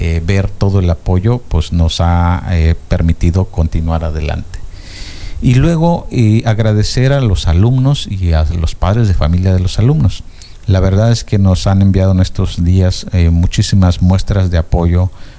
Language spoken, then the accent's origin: Spanish; Tlanchinol, Hidalgo, Mexico; moved away; mi tierra natal que amo, que adoro y que seguido estoy por allá en las nubes porque me encanta lo fresco de allá.